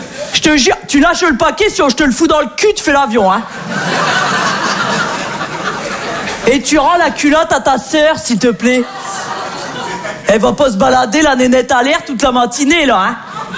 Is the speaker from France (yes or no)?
yes; Hauts-de-France, France